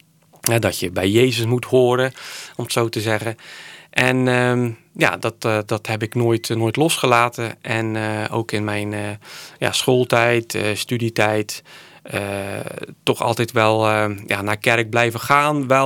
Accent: Sint-Annaland, Zeeland, Netherlands; also born or lived in Rotterdam; now in Goeree-Overflakkee, Netherlands; Oorspronkelijk kom ik uit Zeeland, Sint-Annelands, dorpje op het eiland Tholen. Dat ligt tegen Brabant aan. Berg op Zoom was voor ons de dichtstbijzijnde stad.

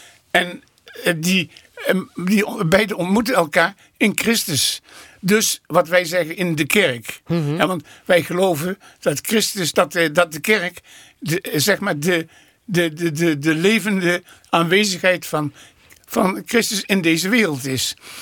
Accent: Venlo, Limburg, Netherlands; En dus in het stadje Venlo, waar ik geboren ben en getogen ben.

